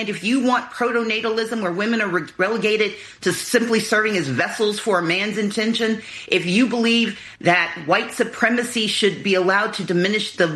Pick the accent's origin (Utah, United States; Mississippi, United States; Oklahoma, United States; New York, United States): Mississippi, United States; now in Georgia, United States; I'm from Georgia. I grew up in Mississippi. I came of age in Georgia.